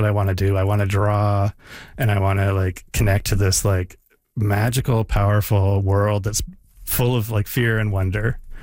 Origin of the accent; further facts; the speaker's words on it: Canada; also born or lived in San Francisco, United States; Like, I was born in San Francisco. My parents moved to Canada when I was a baby.